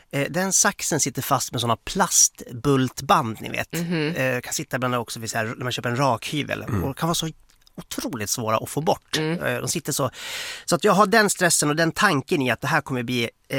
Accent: Stockholm, Stockholm County, Sweden; nej, jag är från Stockholm, jag är här på besök

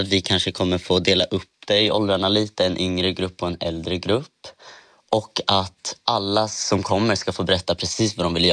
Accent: Södertälje, Stockholm County, Sweden; jag har vuxit upp i Södertälje utan någonstans att känna mig trygg.

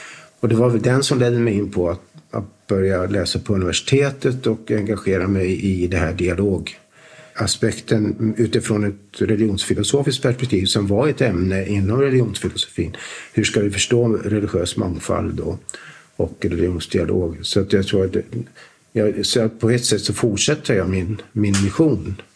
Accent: Sweden; Alltså, eftersom vi var infödda svenskar

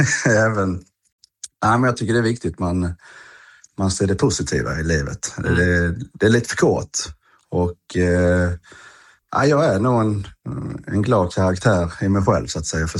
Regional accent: Lönsboda, Skåne, Sweden; born there; now in Växjö, Sweden; det är ju min by. Det är där jag är från. Jag älskar min lilla by. Jag är stolt över den.

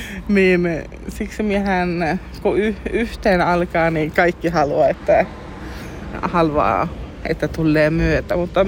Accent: Aareavaara, Norrbotten County, Sweden; Mihin olen kasvanut ylös Aareavaarassa, siellä on aina ollut paljon niin föreeninkiä, paljon aktiviteetteja lapsille.

